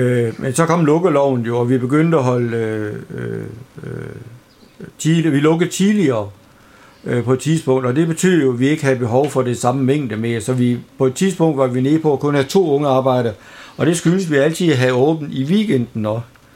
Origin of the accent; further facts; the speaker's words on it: Randers, Central Denmark Region, Denmark; det var i Randers, hvor jeg oprindeligt kommer fra